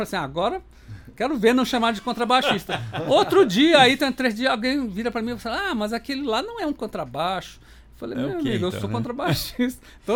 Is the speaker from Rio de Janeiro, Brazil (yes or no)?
yes; Rio de Janeiro, Brazil; moved away as an adult; now in Brasília, Brazil; Eu sou carioca.